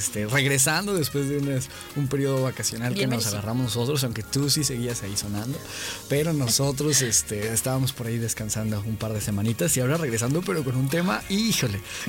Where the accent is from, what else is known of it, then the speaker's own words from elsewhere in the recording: Mexico; para nosotros como mexicanos